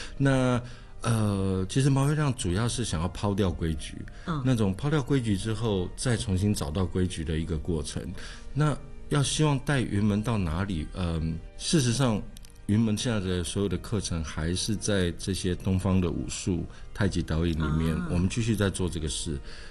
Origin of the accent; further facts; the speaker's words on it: Taipei, Taiwan; 我在那个蒙甲那个地方长大